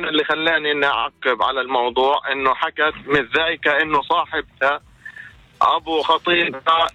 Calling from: Jenin, West Bank, Palestine; أنا من جنين طبعا.

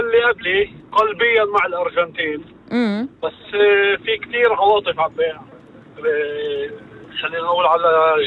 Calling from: Haifa, Haifa District, Israel

